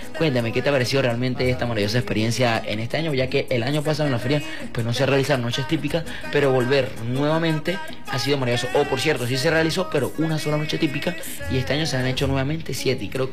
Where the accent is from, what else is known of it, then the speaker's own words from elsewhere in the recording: Mucujepe, Mérida, Venezuela; yo que soy de Mucuepe